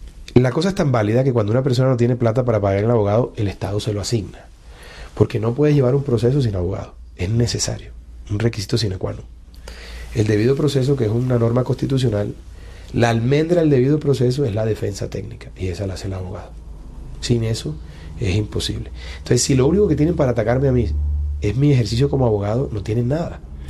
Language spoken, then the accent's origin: Spanish; Caribbean Region, Colombia; born there; also born or lived in Bogotá / Montería / Barranquilla; Yo más costeño no puedo ser. Lo que pasa es que en esa época las mujeres venían aquí o a Medellín a tener los hijos por las clínicas porque no eran muy buenas las clínicas italianas. Y mi alma es absolutamente caribe y estoy muy orgulloso de eso